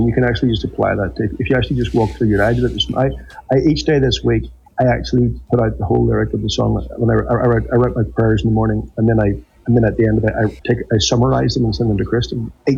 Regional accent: Northern Ireland, United Kingdom; growing up in Northern Ireland

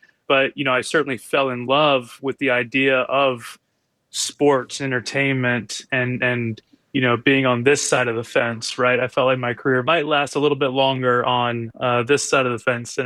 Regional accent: Florida, United States; also born or lived in North Carolina; so I grew up in Florida and then North Carolina

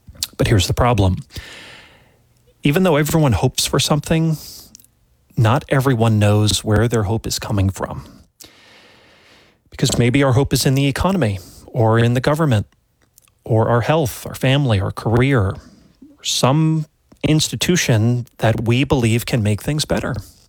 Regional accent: New York, United States; You know, I remember years ago, growing up in New York, there was a famous politician

